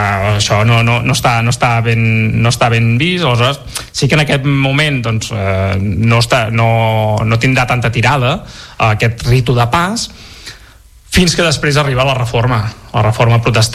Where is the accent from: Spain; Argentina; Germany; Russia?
Germany; Munich, Bavaria; Jo sóc aquí de Múnich de tota la vida.